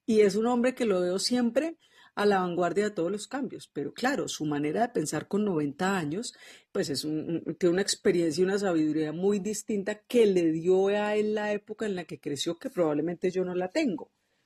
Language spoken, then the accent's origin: Spanish; Colombia; en mi país, en Colombia